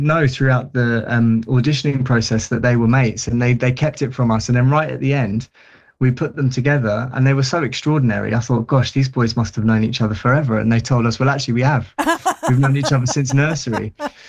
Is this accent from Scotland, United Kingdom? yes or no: no; London, United Kingdom; where I grew up in South London.